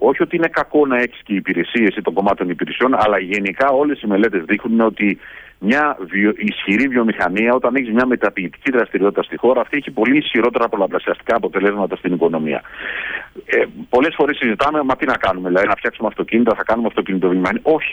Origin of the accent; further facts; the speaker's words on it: Greece; επειδή είμαστε Έλληνες